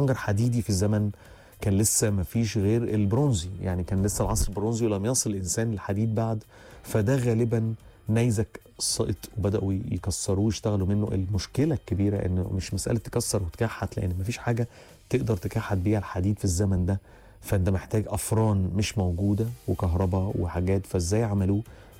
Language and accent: Arabic; Egypt; دي منطقة عندنا في مصر بالمناسبة.